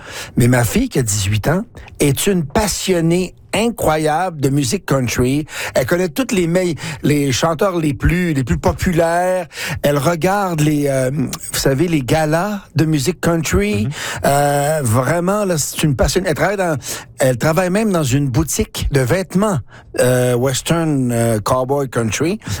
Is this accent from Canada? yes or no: yes; Quebec, Canada; now in Calgary, Canada; moi, j'ai grandi au Québec